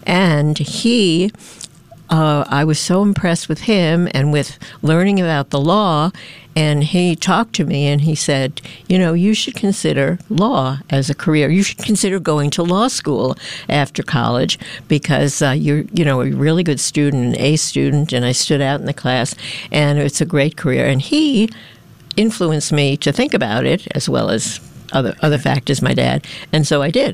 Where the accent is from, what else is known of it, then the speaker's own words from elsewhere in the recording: New York City, New York, United States; I grew up in New York City, but it was a small town in a way. If you in the area that I lived, everyone knew everybody.